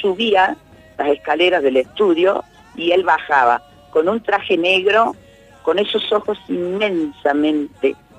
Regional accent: Córdoba, Argentina; cierto humor que uno tiene como provinciano y como cordobés.

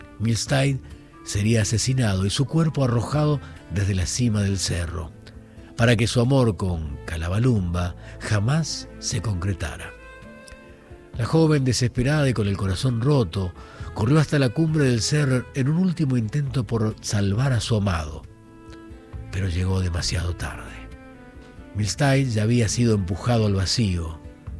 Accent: Córdoba, Argentina; una leyenda de mi provincia, donde soy autóctono, nacido, de Córdoba.

